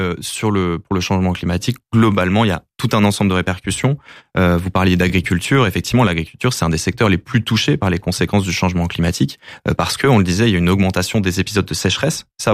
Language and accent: French; the Alps, France; Je viens des Alpes. J'ai vu la mer de glace fondre quasiment à vue d'œil, hein, par rapport à mon enfance.